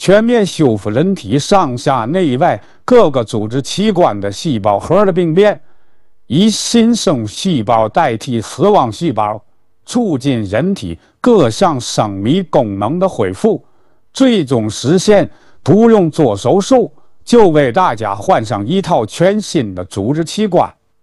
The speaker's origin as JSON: {"language": "Chinese", "country": "China", "said": "可是作为中国人呢，我心里边装的是国家，装的是人民。"}